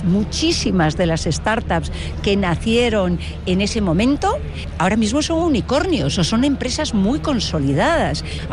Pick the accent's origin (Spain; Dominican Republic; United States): Spain; porque además de españoles, somos europeos, somos iberoamericanos.